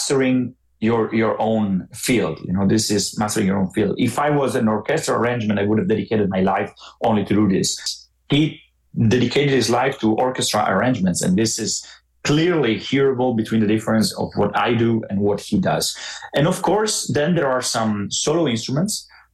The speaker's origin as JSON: {"language": "English", "country": "Italy", "said": "I'm from Italy"}